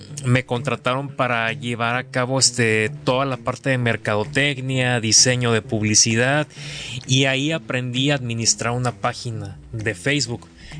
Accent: Acapulco, Guerrero, Mexico; Yo soy originario de Acapulco y desde que tengo uso de razón siempre me ha encantado Acapulco

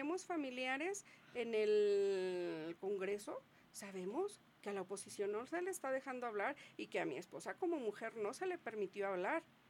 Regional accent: Fresnillo, Zacatecas, Mexico; born there; now in Zacatecas, Mexico; Yo no soy de aquí, yo nací en Fresnillo, pero a mí me encanta la ciudad. Claro. Me encanta Zacatecas, yo aquí estoy desde que estuve estudiando

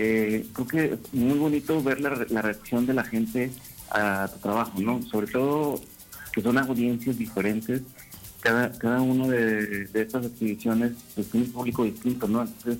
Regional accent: Tampico, Tamaulipas, Mexico; Sí, yo soy de Tampico. Justo aquí estoy en Tampico.

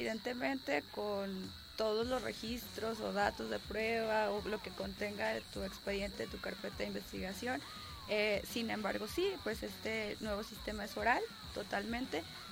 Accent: Colima, Mexico; moved away; also born or lived in Ensenada, Baja California; yo soy de Colima

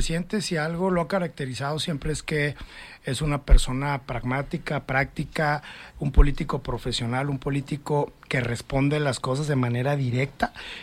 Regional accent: Chihuahua, Mexico; Quienes integramos el Comité Ejecutivo Nacional y somos de Chihuahua, abonamos, en mi caso, a poder fortalecer la agenda

